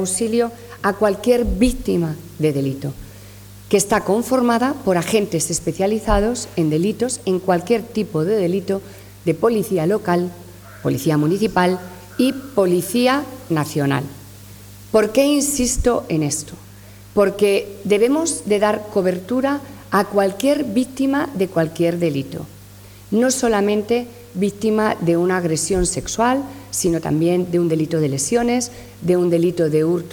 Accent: Valladolid, Castile and León, Spain; lo que somos los vallisoletanos, personas con responsabilidad y con gran civismo.

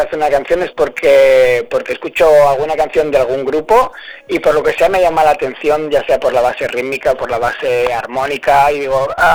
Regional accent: Catalonia, Spain; Además somos de la Costa Brava

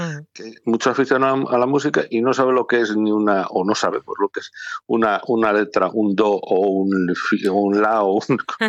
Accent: Peñaranda de Bracamonte, Castile and León, Spain; born there

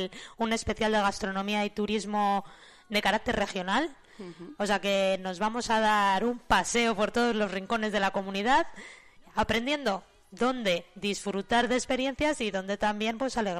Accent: Vinuesa, Castile and León, Spain; dos sorianos que tienen vínculos con mi tierra, con Pinares, con Vinuesa.

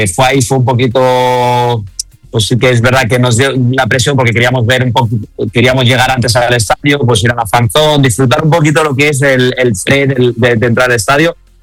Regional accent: Spain; españoles éramos muy poco

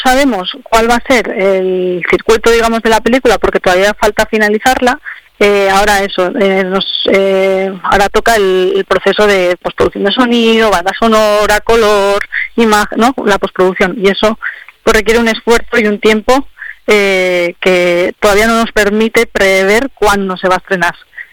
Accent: San Sebastián, Basque Country, Spain; born there; Yo no nací en Carrión, yo nací en San Sebastián, en País Vasco.

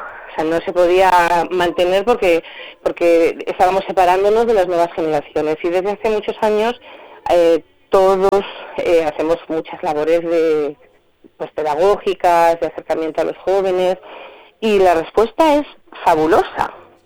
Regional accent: Zamora, Castile and León, Spain; Por un lado, como zamorana, tener la posibilidad de tener un festival en mi casa, en mi tierra, en mi ciudad, como Little Opera

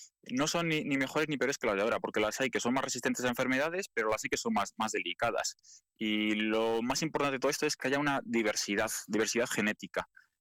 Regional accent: Villalcázar de Sirga, Castile and León, Spain; tengo 28 años y bueno, mi pueblo es Villalcázar de Sirga, que está en Tierra de Campos de Palencia.

